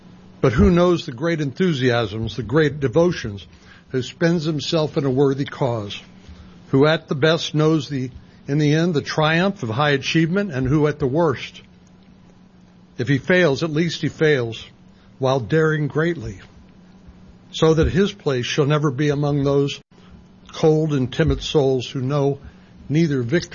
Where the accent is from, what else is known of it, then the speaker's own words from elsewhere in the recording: Texas, United States; I am an optimist by nature, which is just another way of saying I am a Texan.